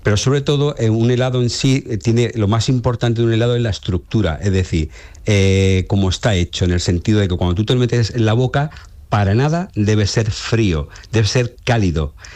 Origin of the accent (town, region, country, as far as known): Spain